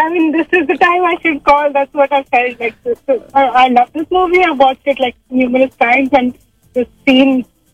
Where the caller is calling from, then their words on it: Danville, California, United States; I'm calling from Danville.